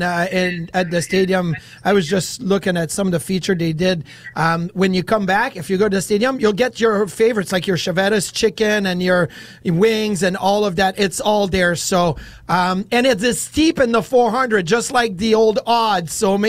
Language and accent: English; Quebec City, Quebec, Canada; See, I hate the Canadians because I grew up in Quebec City and I hated them back then.